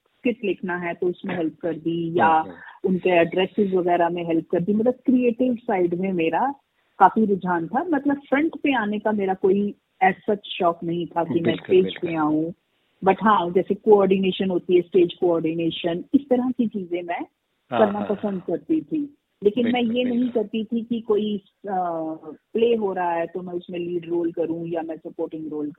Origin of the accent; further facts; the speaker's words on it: Delhi, India; और मैं दिल्ली से हूँ। मेरी स्कूलिंग और कॉलेज सारी स्टडीज मेरी दिल्ली से ही हुई है।